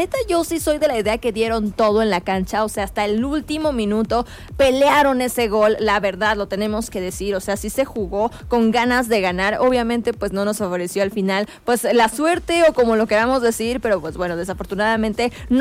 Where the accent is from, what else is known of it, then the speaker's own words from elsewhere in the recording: Mexico; como mexicanos nos uniéramos para echar porras